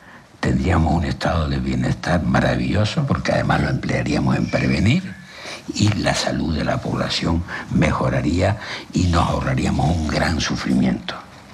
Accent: Canary Islands, Spain; los canarios somos los españoles que menos años vivimos con salud

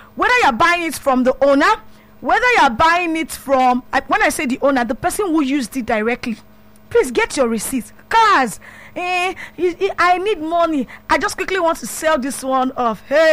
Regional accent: Ibadan, Oyo, Nigeria; I'm from Ibadan.

